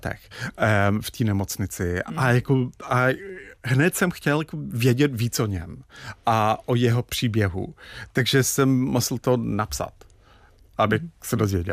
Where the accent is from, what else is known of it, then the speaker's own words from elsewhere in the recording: Dublin, Leinster, Ireland; Czech is a second language; moved away as an adult; now in Czech Republic; když jsem vyrůstal v Dublinu, polovina fyzického světa bylo moře.